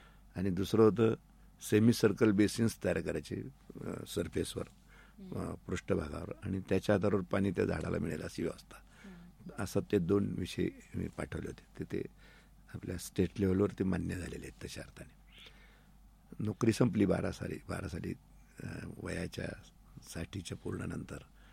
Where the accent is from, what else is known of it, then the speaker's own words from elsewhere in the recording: Belapur, Maharashtra, India; moved away as an adult; also born or lived in Dhule / Rahuri; now in Ahmednagar, India; नगरमध्ये सुद्धा राहुरीतून येत होतो, कारण माझं गाव बेलापूर होतं. मी नगरमध्ये रिटायरमेंट नंतर राहायला आलो. राहुरीत बेलापूरहूनच सुरुवातीला बदली राहुरीला झाल्यानंतर अपडाऊन करत होतो दोन तीन वर्ष. नंतर मला तिथं क्वार्टर मिळालं, मी तिथेच क्वार्टरमध्ये राहिलो